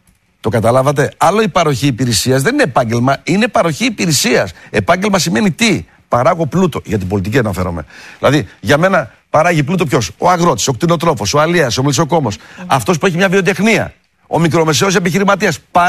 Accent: Vyzitsa, Thessaly, Greece; Πάω σπίτι μου, σε επαναλαμβάνω, σε ένα ωραιότατο σπίτι που έχω εξωτικό εντός εισαγωγικών, στο χωριό μου, στο πύλιο εκεί στη Βυζίτσα απ' έξω.

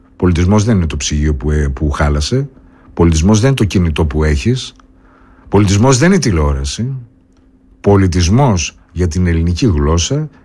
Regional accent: Thessaloniki, Central Macedonia, Greece; accent: Attic dialect; Έτυχε να είμαι Θεσσαλονικιός που είχα Αττική διάλεκτο και μου λέγανε: πού είσαι από Θεσσαλονίκη? Αποκλείεται να είσαι από Θεσσαλονίκη, δεν έχεις το λό, δεν το χαλαρώ.

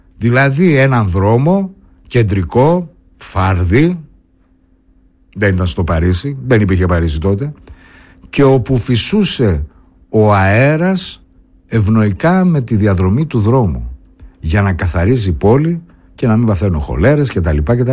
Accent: Thessaloniki, Central Macedonia, Greece; accent: Attic dialect; Έτσι και να είμαι Θεσσαλονικιός που είχα Αττική διάλεκτο και μου λέγανε, πού είσαι από Θεσσαλονίκη? Αποκλείεται να είσαι Θεσσαλονίκη, δεν έχεις το λό, δεν το χαλαρώ.

